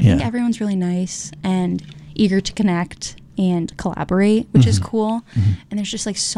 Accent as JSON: {"language": "English", "area": "Cape Cod", "region": "Massachusetts", "country": "United States", "tie": "born or raised there", "moved": "yes", "said": "I grew up on Cape"}